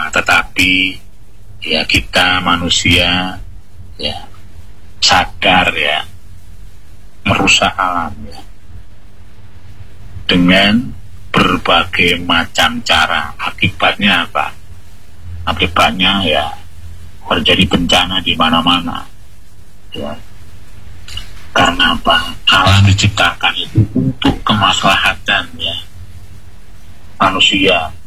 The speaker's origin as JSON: {"language": "Indonesian", "region": "East Java", "country": "Indonesia", "tie": "born or raised there", "said": "khususnya di kampung halaman kami di Pulau Jawa sana, Barat sana, di Jawa Timur, itu bentuk syukur ya"}